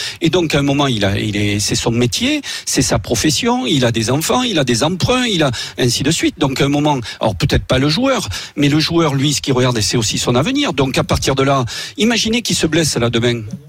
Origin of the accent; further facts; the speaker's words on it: Nouvelle-Aquitaine, France; je suis bien du Périgord. Et bien, un vrai Périgourdin.